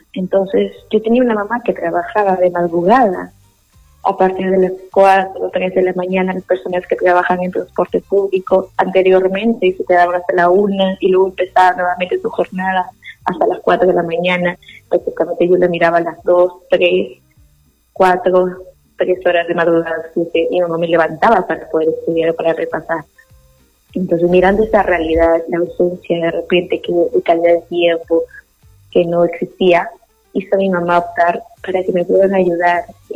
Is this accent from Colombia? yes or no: no; Lima, Peru; Yo vengo de una familia de Lima